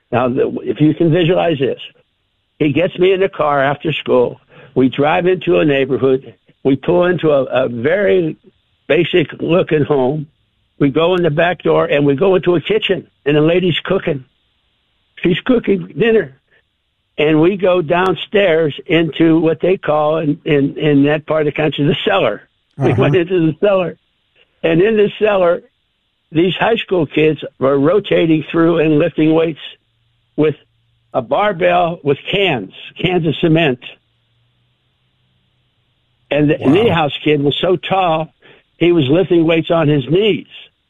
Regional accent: Pennsylvania, United States; I grew up in Western Pennsylvania, and my interest stopped at the Golden Triangle. I knew about Penn State and West Virginia and Pitt.

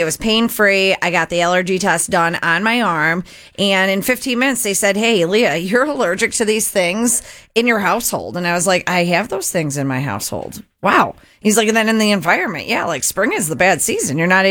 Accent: Zion, Illinois, United States; I grew up in Zion

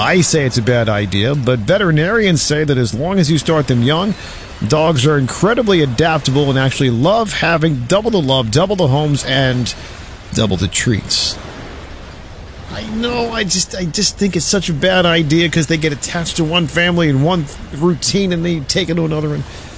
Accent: Philadelphia, Pennsylvania, United States; growing up in Northeast Philly when I was a kid listening to the radio

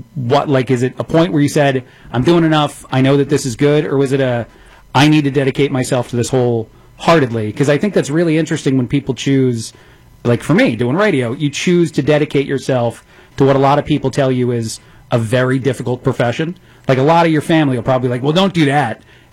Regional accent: New Jersey, United States; born there; moved away; also born or lived in South Bend, Indiana / Chicago; I was born in Jersey, and then I lived in South Bend for a while, actually

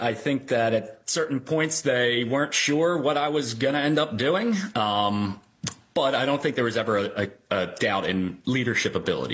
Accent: Havertown, Pennsylvania, United States; born and raised in Havertown, Pennsylvania

